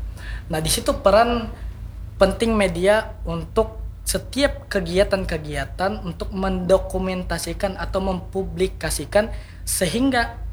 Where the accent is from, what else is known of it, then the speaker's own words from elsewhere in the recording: Banjarmasin, South Kalimantan, Indonesia; Saya bilang orang Banjarmasin. Orang Banjarmasin tuh sukunya Banjar ya mas? Ya Banjar.